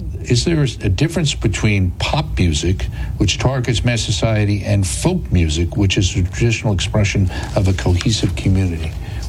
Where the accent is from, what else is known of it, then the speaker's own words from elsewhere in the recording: New Jersey, United States; in my home state of New Jersey, where music is widely appreciated